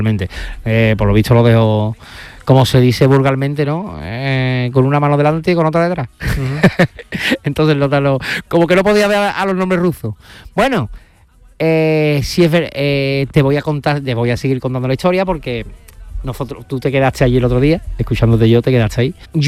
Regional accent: Alcalá de Guadaíra, Andalusia, Spain; also born or lived in Seville; Yo nací en el Virgen del Rocío. Uh-huh. Pero bueno, mi residencia está en Alcalá de Guadaira desde pequeño. Soy alcalareño. Sevillano y alcalareño.

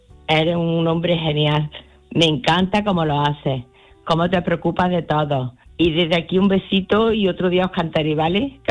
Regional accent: Córdoba, Andalusia, Spain; la cordobesa de los pies a la cabeza.

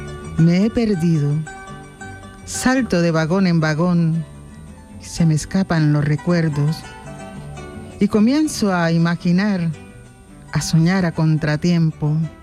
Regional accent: Colombia; now in Granada, Spain; a mi Colombia yo no olvido

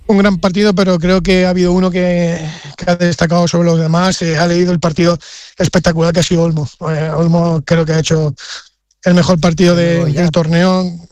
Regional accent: Spain; yo, ante todo, soy súper español. Me identifico mucho con la selección.

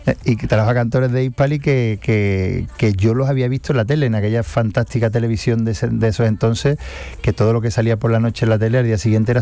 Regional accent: Seville, Andalusia, Spain; yo siendo sevillano, a mí me encanta Andalucía y me siento muy de aquí. De hecho, yo intenté irme a Madrid, estuve 15 días y me volví

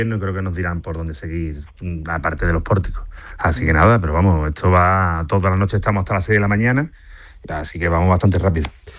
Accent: La Línea de la Concepción, Andalusia, Spain

